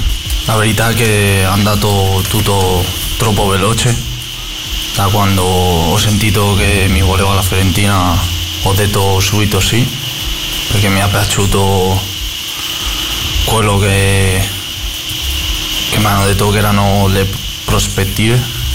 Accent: Spain; now in Italy; Sono troppo felice alla fine nel mio paese dove sono cresciuto

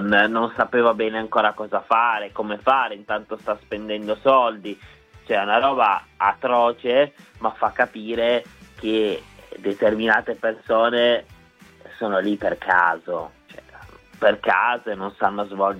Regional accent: Turin, Piedmont, Italy; comunque sono di Torino, ci metto 25 minuti ad arrivare allo stadio

